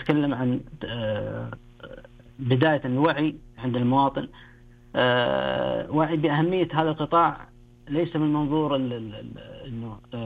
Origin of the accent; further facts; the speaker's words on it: Saudi Arabia; هي مش تقنيات المياه الموجودة عندنا في السعودية.